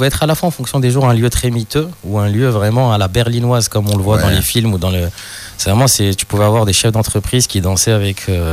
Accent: Morocco; moved away as an adult; now in Lille, France; je suis né, j'ai grandi au Maroc, je suis arrivé à Lille qu'à 18 ans.

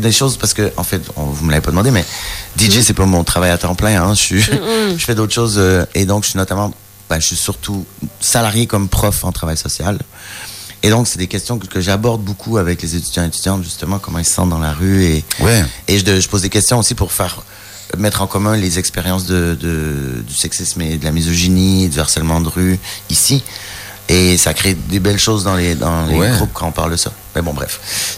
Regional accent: Montreal, Quebec, Canada; moved away as an adult; now in Lille, France; je me sens chez moi à Montréal ou au Québec et je me sens chez moi à Lille. Je me sens pas chez moi partout en France. Je m'identifie pas du tout à la France.

